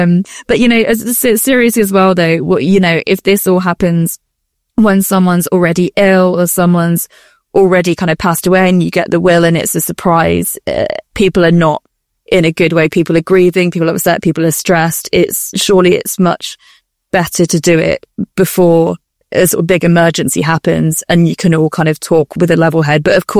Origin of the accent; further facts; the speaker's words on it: United Kingdom; we're British.